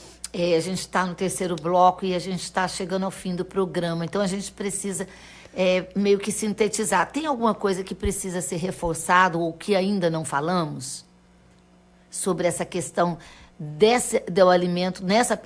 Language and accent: Portuguese; Minas Gerais, Brazil; Eu sou mineira.